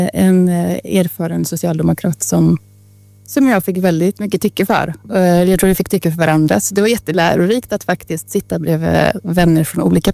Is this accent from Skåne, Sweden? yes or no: no; Trollhättan, Västra Götaland County, Sweden; born or raised there